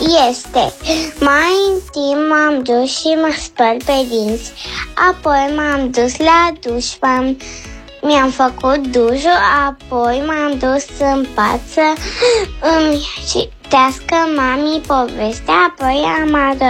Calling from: Bucharest, Romania; din București, am 6 ani

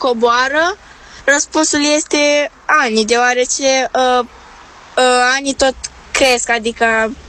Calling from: Iași, Iași County, Romania

